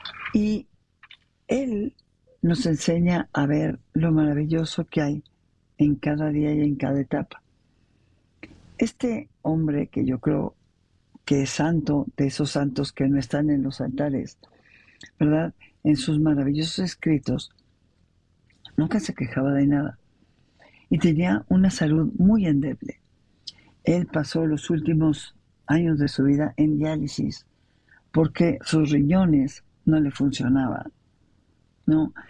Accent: Mexico; Nos dividieron como mexicanos

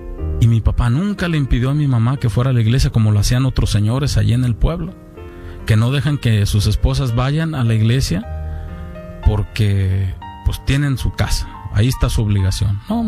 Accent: Zapotitlán de Vadillo, Jalisco, Mexico; lo mandaron a mi pueblo, ahí en Zapotitlán

